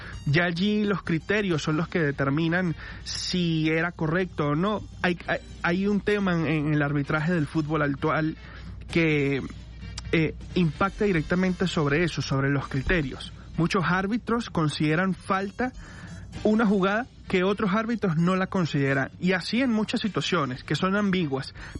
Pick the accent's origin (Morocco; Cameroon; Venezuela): Venezuela; soy venezolano